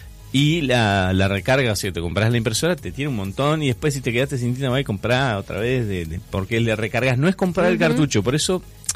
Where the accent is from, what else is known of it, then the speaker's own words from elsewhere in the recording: Argentina; como argentino que soy